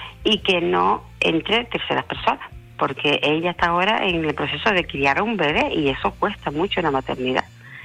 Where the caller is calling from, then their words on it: Canary Islands, Spain; Soy de Gran Canaria